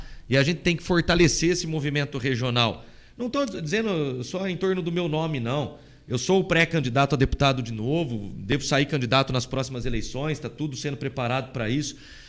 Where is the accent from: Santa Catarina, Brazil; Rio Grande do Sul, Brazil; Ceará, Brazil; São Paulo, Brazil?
São Paulo, Brazil; Jaú; born there; accent: caipira; Sou de Jaú, sou nascido em Jaú, a família está lá a vida toda. Tenho família também na Barra Bonita, a minha avó é barra bonitense, né, então... Está aqui pertinho de Igaraçu também.